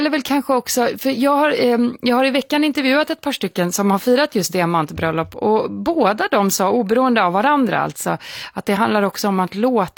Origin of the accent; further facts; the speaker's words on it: Stockholm, Stockholm County, Sweden; now in Kalmar, Sweden; jag sitter i Kalmar faktiskt, men jag kommer från Stockholm, så jag känner till Stockholm.